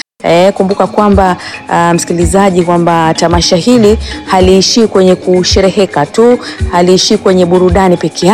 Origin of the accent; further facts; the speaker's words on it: Tanzania; Mimi ni Mtanzania mwenzio